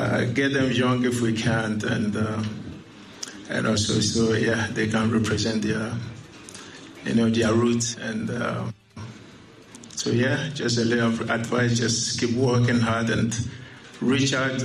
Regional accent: Ghana; my path was different because I was born and raised in Ghana.

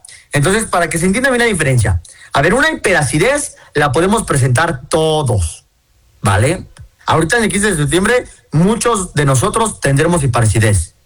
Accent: Mexico; Somos mexicanos

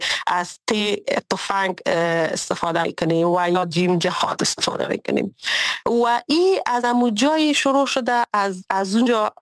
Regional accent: Afghanistan; با وجودی که ما یکی از جوانای بودیم که در خانواده تحصیل کرده بزرگ شدیم، متاسفانه در فضای اجتماعی افغانستان ما نتونستیم که مزه صلح پایدار بچشم

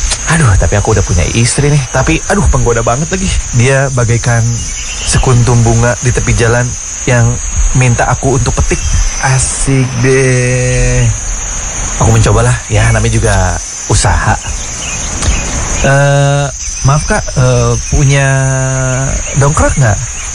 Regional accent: Kalimantan, Indonesia; aku asli Kalimantan.

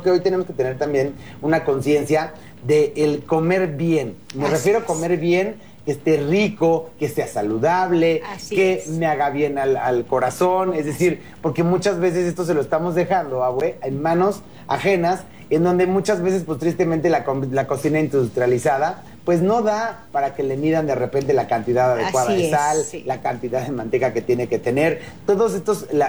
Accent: Mexico; nosotros porque somos mexicanos, nosotros porque nos encantan las enchiladas

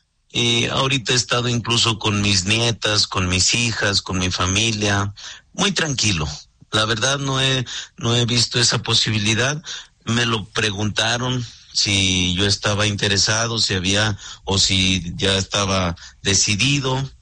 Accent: Fresnillo, Zacatecas, Mexico; moved away; yo vine aquí a mi tierra, a Fresnillo

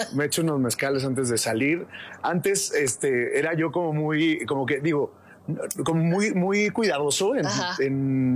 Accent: Huamantla, Tlaxcala, Mexico; moved away; Pues vengo de Huamantla, o sea, al final, como digo, que uno sale del pueblo, pero el pueblo no sale de uno.

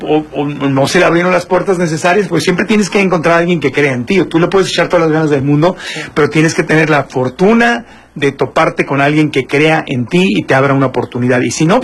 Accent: Tijuana, Baja California, Mexico; Porque yo me acuerdo, yo nací y crecí en Tijuana, le mando un abrazo con mucho cariño a la gente de Tijuana.

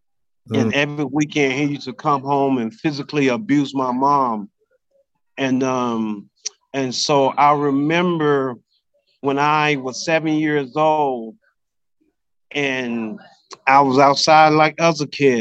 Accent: Johnstown, Mississippi, United States; I'm from Johnstown, Mississippi, a population of 1,000 people. Johnstown is approximately an hour south of Memphis, Tennessee.

